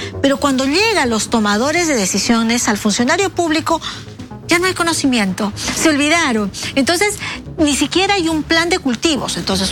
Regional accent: Arequipa, Peru; Yo soy arequipeña.

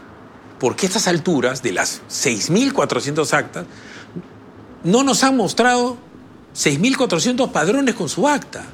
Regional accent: Peru; ¿Será porque soy peruano?

